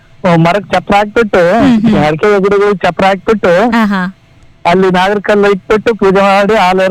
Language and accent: Kannada; Holalkere, Karnataka, India; born or raised there